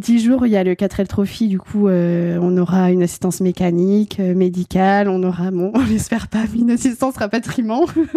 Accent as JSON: {"language": "French", "town": "Bayonne", "region": "Nouvelle-Aquitaine", "country": "France", "said": "je viens de Bayonne."}